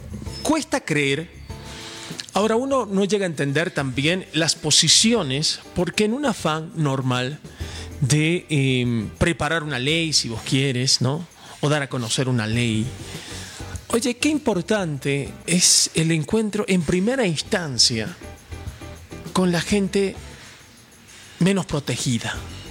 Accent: Bolivia

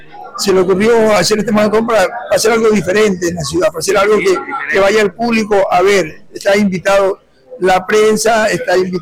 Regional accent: Calceta, Manabí, Ecuador; now in Manta, Ecuador; Sí, sí, nosotros somos de Calceta, Santa Marta nació como negocio en Calceta, y nosotros vivimos nuestros primeros años de vida en Calceta. Entonces, Calceta es una tierra muy ligada a nosotros, una tierra que la llevamos en el corazón.

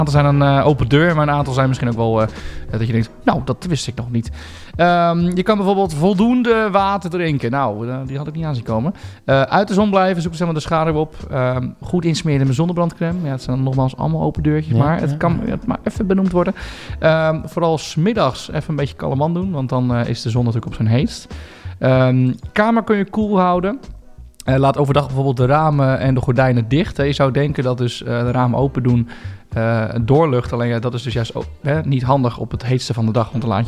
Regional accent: Netherlands; we zijn als Nederlanders altijd aan het zeuren.

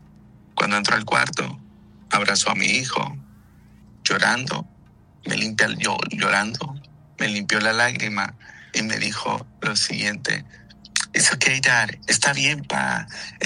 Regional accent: Mexicali, Baja California, Mexico; now in San Diego, United States; soy de Mexicali originalmente, pues imagínate, estoy recordándome de mis raíces, mucho calor, jamás había sentido ese calor por acá en San Diego tan fuerte, que ahorita estoy precisamente en el parque caminando

